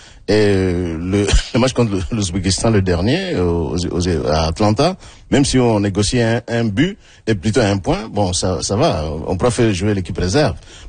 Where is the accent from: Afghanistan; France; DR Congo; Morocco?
DR Congo; Alors, la Colombie, vous savez, moi, je suis congolais, hein. Quand je suis congolais, moi, je crois en mes propres capacités.